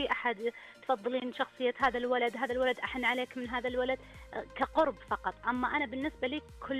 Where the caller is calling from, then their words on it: Riyadh, Riyadh Province, Saudi Arabia; من الرياض.